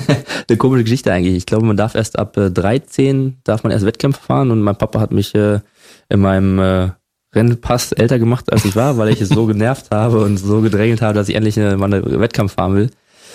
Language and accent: German; Berlin, Germany; Ich bin ja in Spandau groß geworden und das heißt, muss man jetzt noch sagen, im Westsystem eigentlich, da gab es keine Sportschule in dem Sinne.